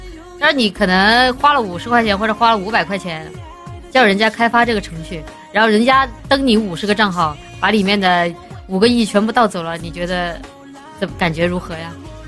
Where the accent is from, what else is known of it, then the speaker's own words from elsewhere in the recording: Guangdong, China; accent: Cantonese; 因为我是广东人呐、啊，所以我说话有一点点广东腔。